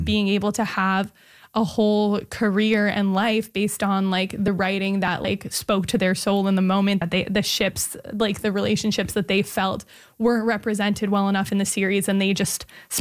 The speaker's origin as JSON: {"language": "English", "town": "Montreal", "region": "Quebec", "country": "Canada", "tie": "born or raised there", "said": "to my hometown."}